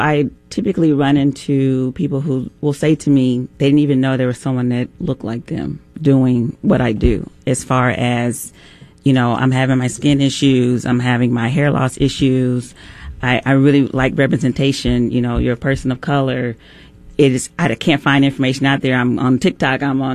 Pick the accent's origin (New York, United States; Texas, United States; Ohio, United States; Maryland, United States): Texas, United States; I mean, I grew up in Texas, so, you know, when I was younger, they would tell us to go outside and play